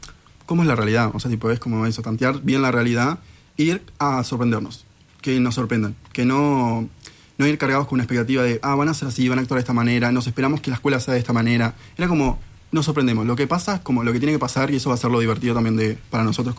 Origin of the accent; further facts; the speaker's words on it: Lavalleja, Uruguay; yo soy del interior, yo soy de La Valleja, entonces como que tengo más cercanía. Mi sobrino fue a una escuela rural, soy de un pueblito de 2.000 personas, tipo, entiendo la ruralidad.